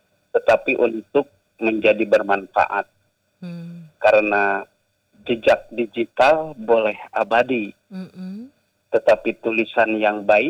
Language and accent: Indonesian; Sukabumi, West Java, Indonesia; ya saya memang orang Sukabumi.